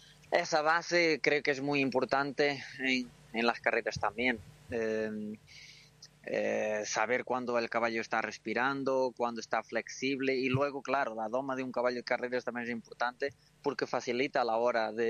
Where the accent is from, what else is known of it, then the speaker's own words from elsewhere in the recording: Portugal; Spanish is a second language; cuando piensas jamás piensas así tan alto y más de un turf de donde vengo, de Portugal, que hay mucha afición, pero no, las carreras no son muy conocidas y no tenemos grandes carreras ahí.